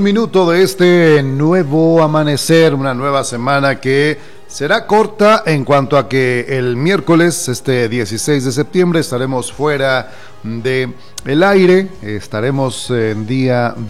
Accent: Mexico

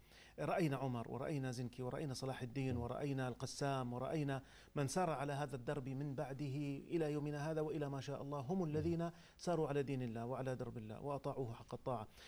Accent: Jordan; نحن من الأردن من أفياء بيت المقدس وما حوله

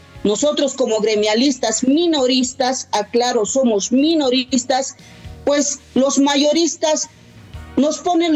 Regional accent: Bolivia; es nuestro derecho que tenemos como bolivianos y bolivianas

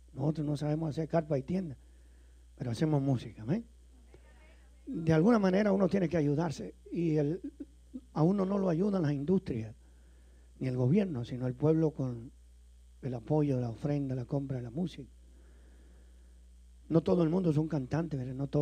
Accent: Venezuela; also born or lived in Italy; yo soy italiano, hermano. Está raro, pero es así, como le dije. Italiano, criado por allá por Venezuela. Tenemos como 56 años de edad

